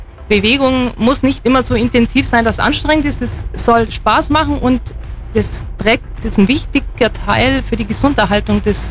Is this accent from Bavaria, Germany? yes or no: yes; Bavaria, Germany; now in Kempten, Germany; ich komme ursprünglich aus dem Fichtelgebirge. Das ist nördlich von Bayreuth, also eigentlich in Nordbayern. Und ich bin eben damals in der Skischule groß geworden